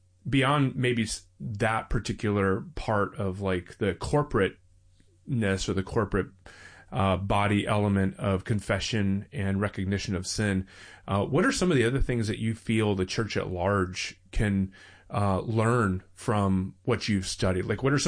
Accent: the South, United States; moved away as an adult; also born or lived in Baltimore, Maryland; now in Bay Area, United States; I was very sheltered in the sense that I grew up in the South for the most part. Very monocultural

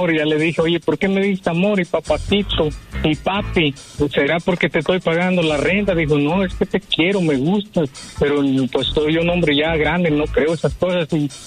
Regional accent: Guerrero, Mexico; Yo soy de Guerrero.

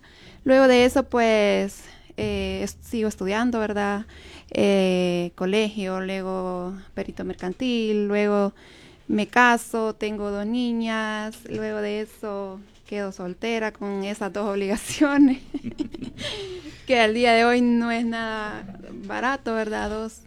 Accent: Tegucigalpa, Francisco Morazán, Honduras; soy de Tegucigalpa, ¿verdad? Nazco aquí en Honduras, Tegucigalpa. Desde pequeña tuve muchas dificultades, ¿verdad? Crecí con una madre soltera, con 4 hijos.

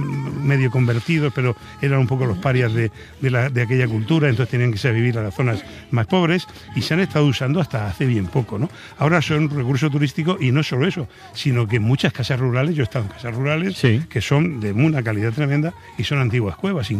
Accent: Murcia, Region of Murcia, Spain

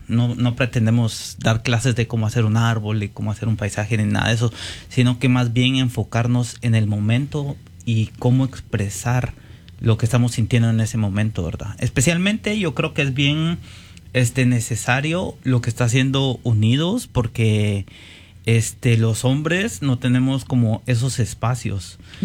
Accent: Guatemala; moved away as an adult; also born or lived in Vermont; Soy originario de Guatemala. Pintor, desde el 2013 que gané una beca para estar en Vermont estudiando arte. Desde entonces he estado viajando

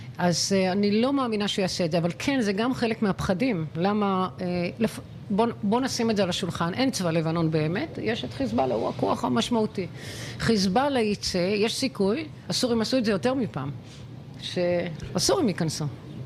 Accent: this valley, Northern District, Israel; כולנו פה גדלנו כאן בעמק הזה

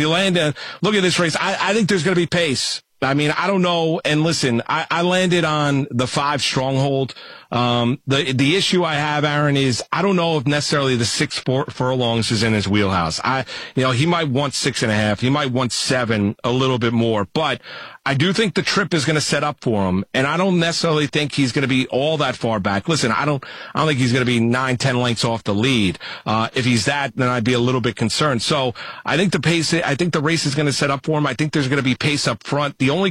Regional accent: East Coast, United States; I grew up on the East Coast. I didn't grow up out in Southern California.

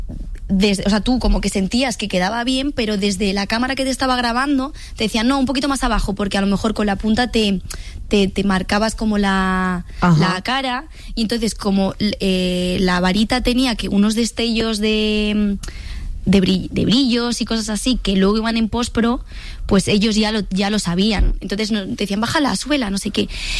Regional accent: Valencia, Valencian Community, Spain; also born or lived in Argentina; Me fui, pues eso, yo soy de Valencia, estaba estudiando allí interpretación, teatro musical

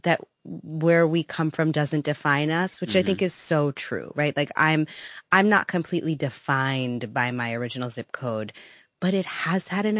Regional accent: New York City, New York, United States; And I loved growing up in the Bronx. I loved my neighborhood. I loved my community.

